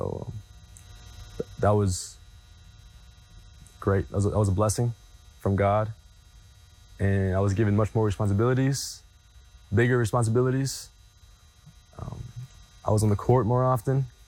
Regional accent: Temple, Texas, United States; also born or lived in Rio Grande Valley; I first lived in Temple, Texas, up north.

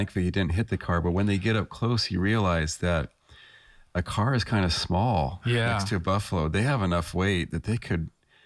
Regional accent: Hawaii, United States; Well, I was born in Hawaii.

